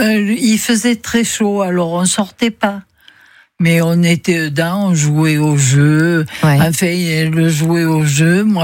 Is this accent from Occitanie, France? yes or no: yes; Nîmes, Occitanie, France; Je suis gardoise de naissance. Je suis née à Nîmes.